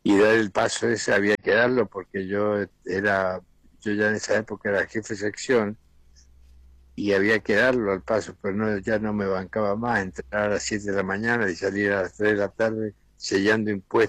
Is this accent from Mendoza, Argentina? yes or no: yes; Mendoza, Argentina; soy el primer mendocino que logra llegar a obtener ese premio, ¿no?